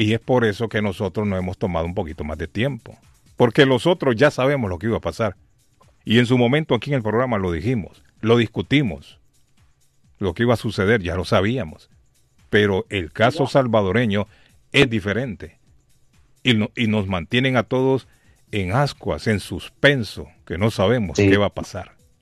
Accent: Honduras; now in United States; Hondureño, estadounidense y salvadoreño.

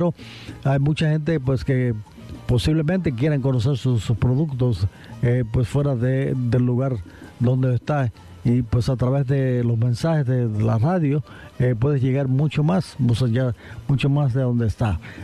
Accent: Puerto Rico; now in Massachusetts, United States; la Isla del Encanto, Puerto Rico, ¿no? Como somos los puertorriqueños

